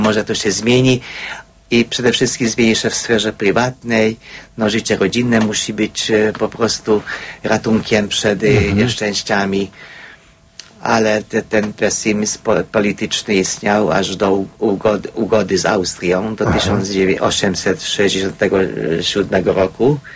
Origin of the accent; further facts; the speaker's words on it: Hungary; Polish is a second language; powiedziałem, że no, pochodzę z Węgier.